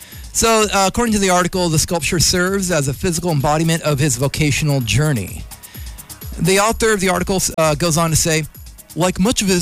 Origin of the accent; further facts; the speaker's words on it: California, United States; You're from the San Francisco Bay, you know? But all of us out here, you know where we're from. Our part of the Bay.